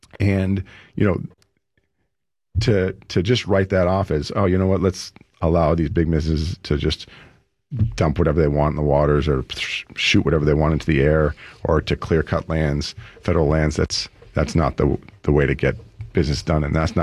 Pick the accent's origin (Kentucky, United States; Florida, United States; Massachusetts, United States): Massachusetts, United States; Dennis; I'm running for state representative in the first Barnstable. I was born and raised in Dennis. I went to DY. I went to CCD and Brewster. I am literally part of this community. I'm raising my family here. I'm a proud Cape Codder